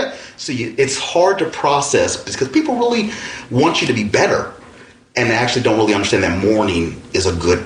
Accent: Altadena, California, United States; I grew up in Altadena. That's everybody I know.

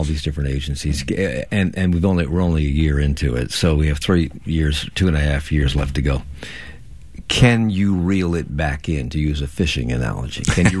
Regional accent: Washington, District of Columbia, United States; also born or lived in Alexandria, Virginia; I grew up in D.C.

